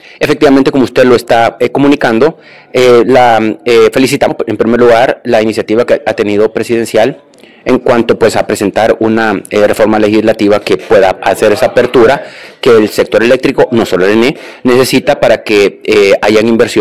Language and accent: Spanish; Honduras; Somos los hondureños los que hemos estado invirtiendo aquí en Honduras.